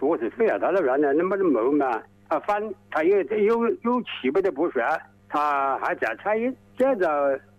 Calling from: Yingcheng, Hubei, China; 我应城阳火镇新津街道的

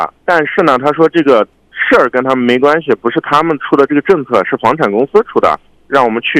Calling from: Korla, Xinjiang, China; 就是我这边是那个库尔勒南景花园小区的居民，

